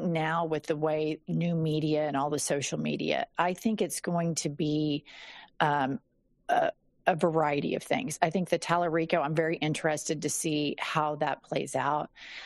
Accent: Bible Belt, United States; But here's something I know about growing up in the Bible Belt.

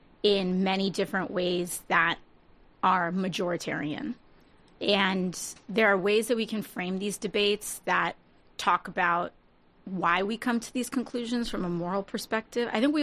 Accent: New York City, New York, United States; I'm from the Bronx.

